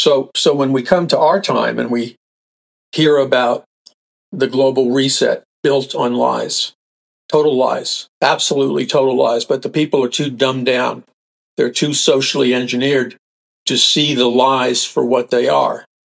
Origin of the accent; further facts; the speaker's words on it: New York City, New York, United States; I remember growing up in New York City, people talked very straight